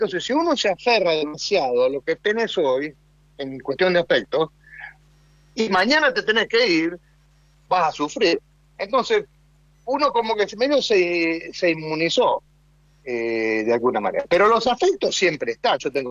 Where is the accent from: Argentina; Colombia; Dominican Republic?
Argentina; moved away as an adult; now in China; el resto del tiempo en Argentina, donde nací, crecí.